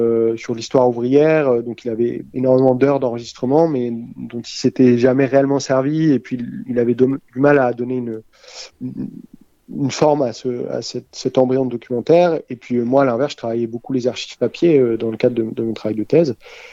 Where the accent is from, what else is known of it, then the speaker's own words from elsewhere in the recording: Longwy, Grand Est, France; Moi, par contre, je suis originaire de Longwy